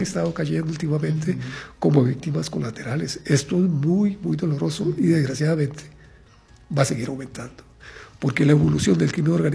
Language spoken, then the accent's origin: Spanish; Costa Rica